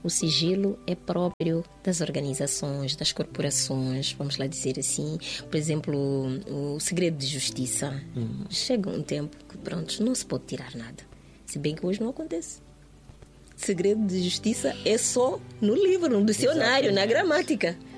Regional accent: Mozambique; Mas nós todos somos moçambicanos, não pode ser.

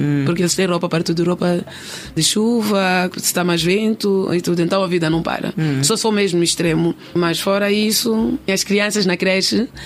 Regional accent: Mozambique; now in Norway; Tem coisas que são inegociáveis para mim como moçambicana. O primeiro é vir para Moçambique pelo menos uma vez por ano

